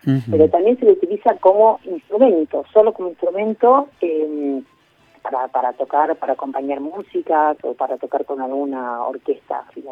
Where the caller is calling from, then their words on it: Buenos Aires, Argentina; Soy de la ciudad de Buenos Aires.